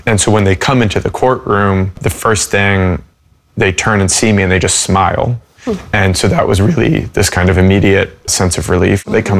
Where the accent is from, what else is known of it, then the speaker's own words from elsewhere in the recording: United States; And I'm an American journalist, and so I'm thinking, why did we do this?